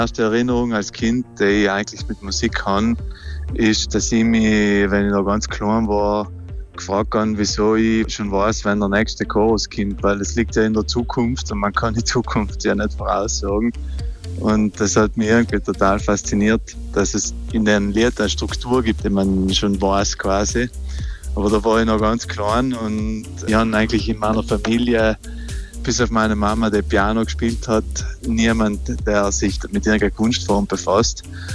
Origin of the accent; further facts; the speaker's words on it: Merano, Trentino-Alto Adige, Italy; moved away as an adult; now in Vienna, Austria; Ich bin aus Meran, aber ich bin schon seit 10 Jahren eigentlich unterwegs im Ausland. Hauptsächlich lebe in Wien. Bin jetzt öfters in Südtirol wieder